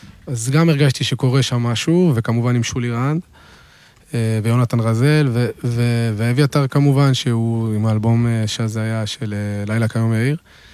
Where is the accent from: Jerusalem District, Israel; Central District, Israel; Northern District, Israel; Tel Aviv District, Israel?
Jerusalem District, Israel; Jerusalem; בתור ירושלמי